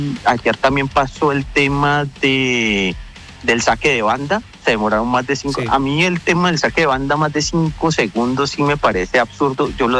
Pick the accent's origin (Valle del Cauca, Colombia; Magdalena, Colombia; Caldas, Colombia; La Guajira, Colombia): Valle del Cauca, Colombia; Cali; sí, no, yo soy de Cali, pero ella es barranquillera, ella sí es barranquillera.